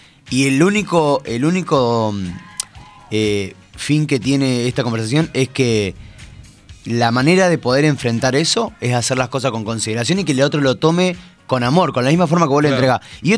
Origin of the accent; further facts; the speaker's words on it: Coronel Dorrego, Buenos Aires Province, Argentina; born there; now in Mar del Plata, Argentina; Yo soy nacido en Dorrego, si bien vivo en Mar del Plata hace 17 años.